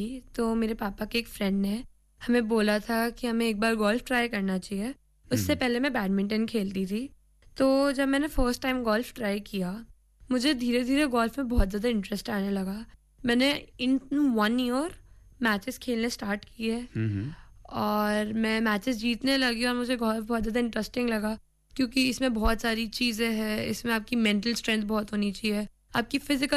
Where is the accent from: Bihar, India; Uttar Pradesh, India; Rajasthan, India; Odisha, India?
Rajasthan, India; Jaipur; मैं जयपुर से हूँ